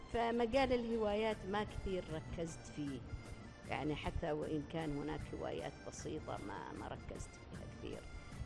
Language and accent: Arabic; Oman; also born or lived in Sohar / Muscat; عندنا في عمان